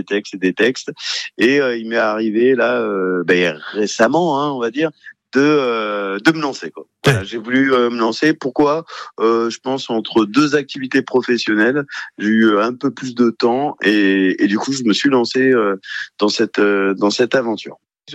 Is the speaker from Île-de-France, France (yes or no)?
no; Nouvelle-Aquitaine, France; ma région natale